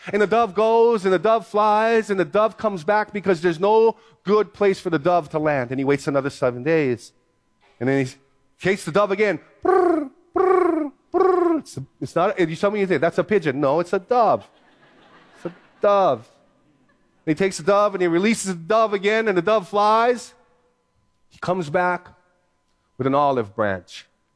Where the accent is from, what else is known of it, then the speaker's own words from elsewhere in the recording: Philippines; I'm Filipino.